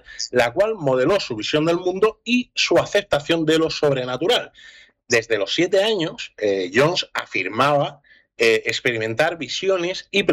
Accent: Almería, Andalusia, Spain; yo como buen mediterráneo y almeriense

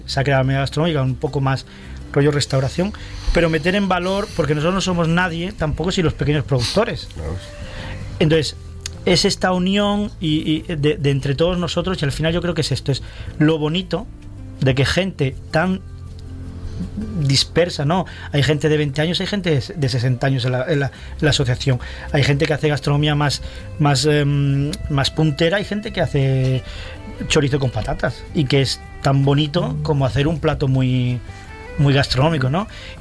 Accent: Almería, Andalusia, Spain; que yo vengo un poco más de fuera, soy de Almería todavía, pero vengo más de fuera, ese compañerismo, que os lo digo, no hay en otros sitios.

